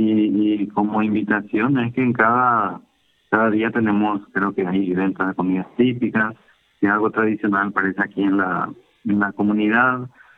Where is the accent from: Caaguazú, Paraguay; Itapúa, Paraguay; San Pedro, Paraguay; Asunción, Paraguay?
Itapúa, Paraguay; Carmen del Paraná; Bueno, yo soy de Carmen del Paraná, Itapúa, pero soy misionero redentorista.